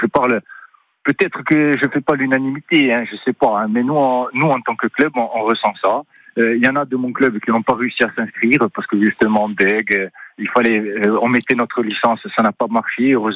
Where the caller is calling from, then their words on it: Corsica, France; je vous appelle de Prunay-Lifumor. Voilà, je me présente … je suis président du club Avourmig.